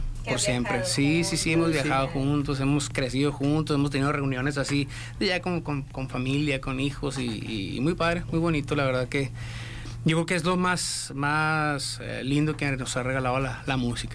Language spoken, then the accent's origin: Spanish; Hermosillo, Sonora, Mexico; soy de aquí, Hermosillo, orgullosamente de esta tierra, de esta ciudad del sol.